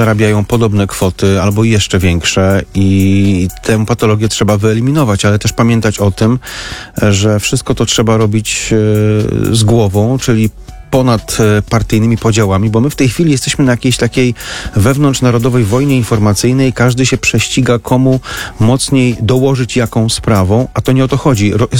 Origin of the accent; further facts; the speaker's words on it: Warmian-Masurian Voivodeship, Poland; Ja jestem z Mazur